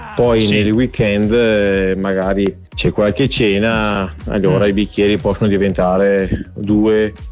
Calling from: Villaga, Veneto, Italy; da Villaga, Vicenza.

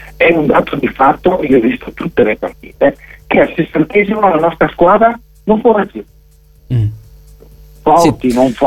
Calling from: Verona, Veneto, Italy; da Verona.

